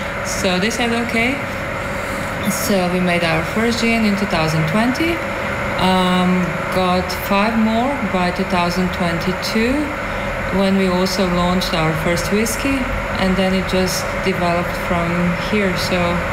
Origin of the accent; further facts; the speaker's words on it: Ljubljana, Slovenia; English is a second language; Well, I was born and raised in Ljubljana. I graduated economics, started to work in pharmaceuticals